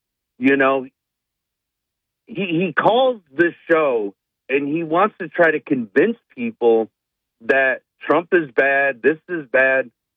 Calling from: United States; from Menville.

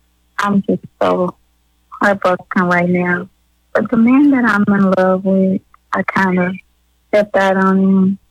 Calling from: United States; I'm calling from Washington.

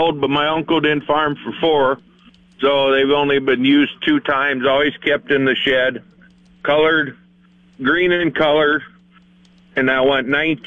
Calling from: Springfield, South Dakota, United States; from Springfield, South Dakota.

